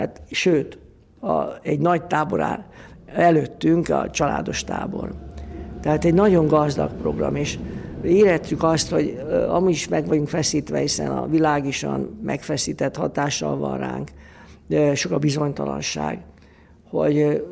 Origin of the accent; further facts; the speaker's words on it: Budapest, Hungary; Én angyalföldön nőttem föl